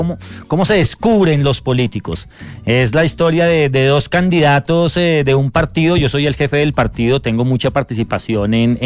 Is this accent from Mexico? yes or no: no; Bogotá, Colombia; Es de Venecia, Italia, yo soy del rincón de Venecia.